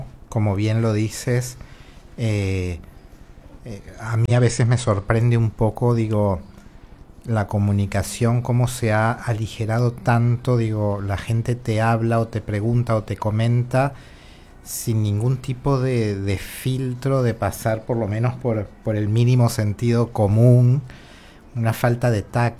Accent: La Guaira, Venezuela; now in Uruguay; Y bueno, yo crecí en La Guaira, estudié en La Guaira, tengo muchos amigos muy queridos, hermanos de la vida allí

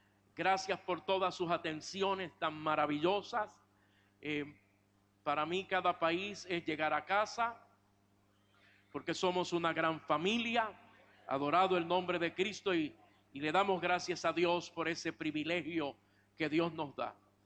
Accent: Puerto Rico; Yo mañana salgo a mi tierra, Puerto Rico

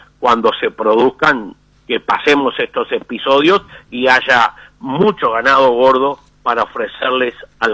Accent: Uruguay; como uruguayo que nos sentimos y patriotas

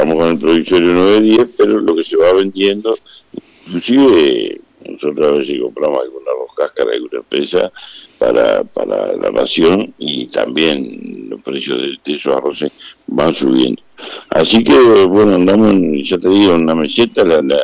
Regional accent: Rincón del Pino, San José, Uruguay; moved away as an adult; now in Lascano, Uruguay; El primero de agosto del año 1978, yo me vine de mi rincón del Pino Natal, o sea, estoy cumpliendo 48 años en la zona

